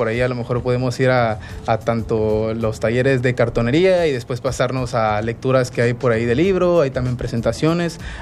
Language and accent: Spanish; Tabasco, Mexico; las raíces que tenemos nosotros pues como tabasqueños, ¿no?